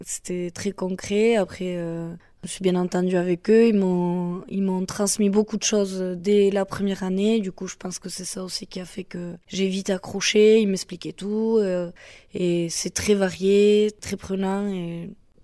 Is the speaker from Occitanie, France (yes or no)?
no; Macaye, Nouvelle-Aquitaine, France; je suis de Makaï et je me suis installée avec Mylène il y a 2 ans en maraîchage biologique ici à Makaï.